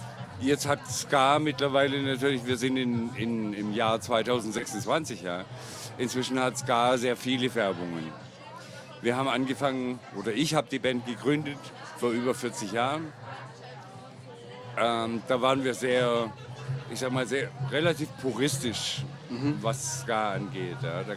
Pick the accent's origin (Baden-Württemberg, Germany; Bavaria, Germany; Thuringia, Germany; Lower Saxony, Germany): Baden-Württemberg, Germany; Stuttgart; also wir kommen aus Stuttgart, weil ich bin dort geboren. Da ist meine Heimat, mein Lebensmittelpunkt.